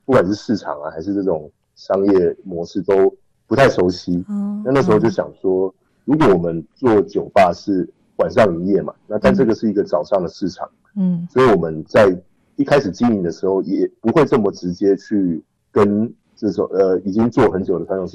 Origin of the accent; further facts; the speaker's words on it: Keelung, Taiwan; 因为我们大家都是基隆人啦